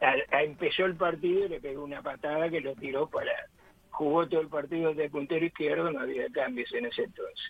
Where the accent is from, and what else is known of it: Montevideo, Uruguay; born there